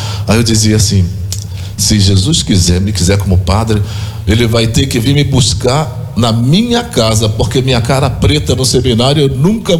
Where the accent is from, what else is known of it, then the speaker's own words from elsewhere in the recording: Rio de Janeiro, Brazil; eu sou da cidade do Rio de Janeiro